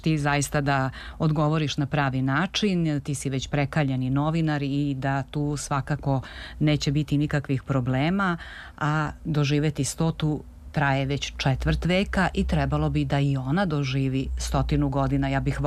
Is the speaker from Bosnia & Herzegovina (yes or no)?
no; Kruševac, Šumadija and Western Serbia, Serbia; mada je moja karijera počela u Radio Kruševcu, odakle sam ja inače